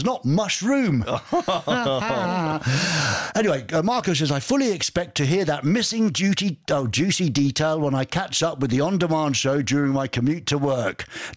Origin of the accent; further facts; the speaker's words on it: Glasgow, Scotland, United Kingdom; because I'm from Glasgow